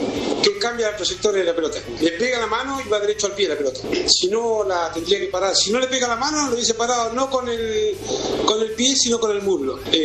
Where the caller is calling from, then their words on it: Argentina; de Pringle.